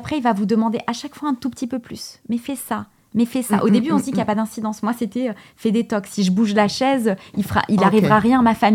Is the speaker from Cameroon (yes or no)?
no; Portugal; Parce que je suis portugaise.